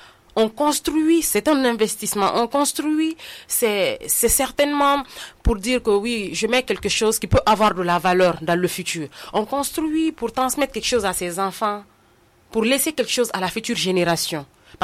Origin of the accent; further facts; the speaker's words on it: Guinea; Quand on est guinéen